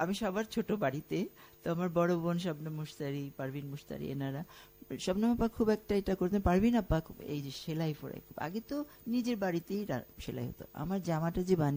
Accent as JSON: {"language": "Bangla", "town": "Dhaka", "region": "Dhaka Division", "country": "Bangladesh", "tie": "born or raised there", "said": "আমরা ইস্কাটন গার্ডেন কলোনিতে মানুষ হয়েছি"}